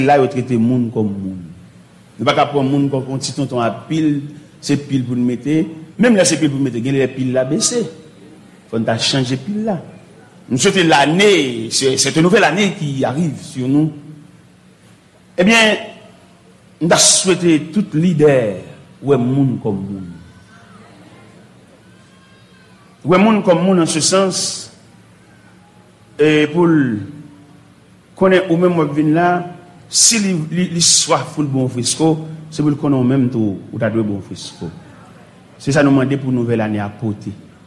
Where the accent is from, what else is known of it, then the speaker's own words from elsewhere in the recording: Haiti; Parce que nous-mêmes, haïtiens chrétiens, avec des petits groupes haïtiens